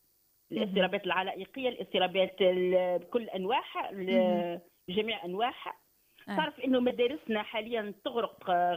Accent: South, Tunisia; على خاطر أني في صغري كل عديته في الجنوب.

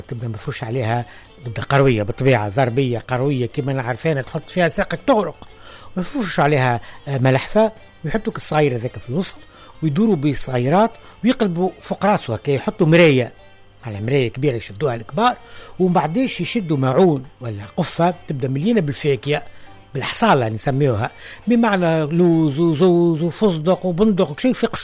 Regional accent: Tunisia; كانت موجودة عندنا في تونس

